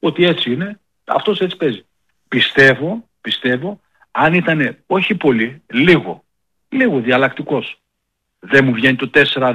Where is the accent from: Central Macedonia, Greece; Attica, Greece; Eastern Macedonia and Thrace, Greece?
Central Macedonia, Greece; Thessaloniki; Θεσσαλονικιός είμαι, καταγωγή έχω από Καρδίτσα.